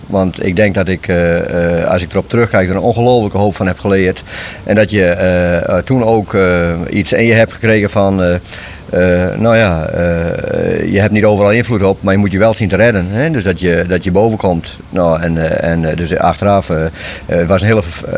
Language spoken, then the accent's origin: Dutch; Lippenhuizen, Friesland, Netherlands; born there; Lippenhuizen, zeggen ze in het Fries, Lippenhuizen, ja. In fatsoenlijk Nederlands. Nou, daar ben ik geboren in 1943.